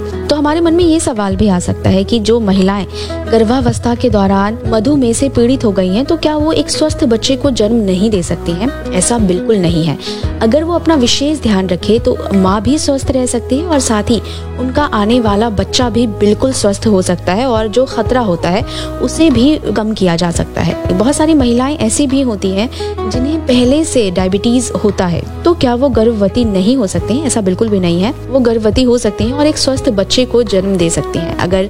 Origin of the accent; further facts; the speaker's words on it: Bhagalpur, Bihar, India